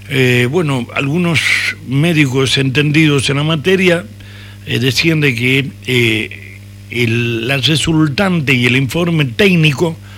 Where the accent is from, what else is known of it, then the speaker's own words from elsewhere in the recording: La Rioja, Argentina; como riojanos, como locales